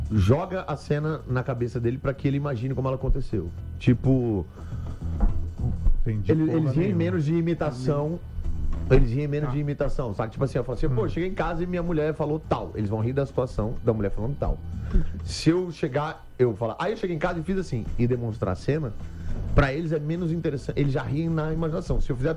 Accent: Brazil; Eu sou humorista brasileiro.

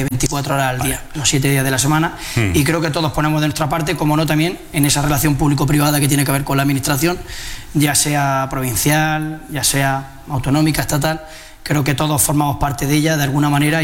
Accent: Cortijos Nuevos, Andalusia, Spain; Yo vengo de Cortijos Nuevos y antes de la feria de Sanlúcar es la feria de mi pueblo, de Cortijos Nuevos, de la feria del Pilar.

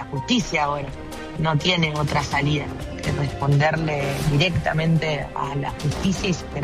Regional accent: Argentina; como todo argentino estamos esperando que eso se resuelva rápido, ¿no?

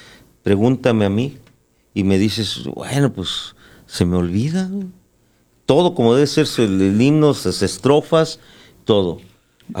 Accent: Mexico; Para rescatar, empezar con algo, decir, bueno, somos mexicanos, estamos alegando la soberanía.

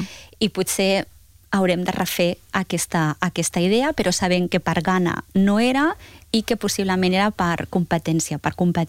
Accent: Tarragona, Catalonia, Spain; Jo soc de Tarragona

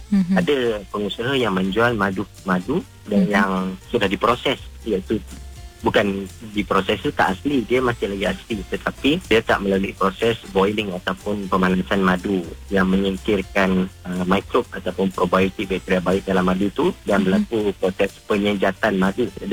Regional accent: Kampung Sedim, Kedah, Malaysia; Ladang madu kelulut asli Durani yang paling besarnya dekat Kedah, dekat kampung halaman saya, iaitu di Kampung Sedim, Kudim Kedah, dan juga Kampung Bikan.

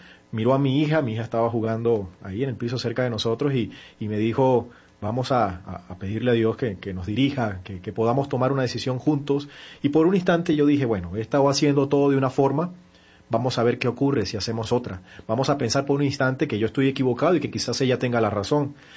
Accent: Venezuela; por la situación que estamos viviendo en el país

